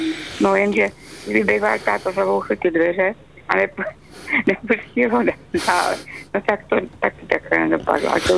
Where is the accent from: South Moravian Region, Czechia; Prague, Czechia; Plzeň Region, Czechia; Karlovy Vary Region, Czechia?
South Moravian Region, Czechia; Brno; my jsme teda Brňáci, že pak jsme se přestěhovali do světa.